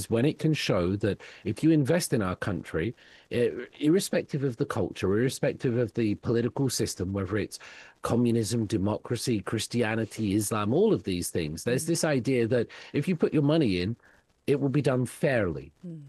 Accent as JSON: {"language": "English", "country": "United Kingdom", "said": "I am from Britain"}